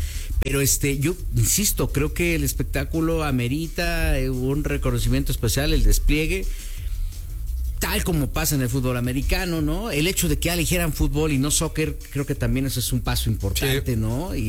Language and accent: Spanish; Mexico